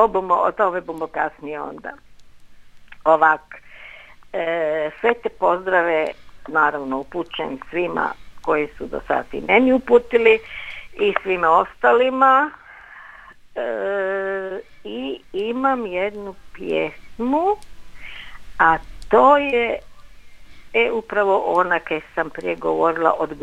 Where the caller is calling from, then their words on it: Koprivnica, Koprivnica-Križevci County, Croatia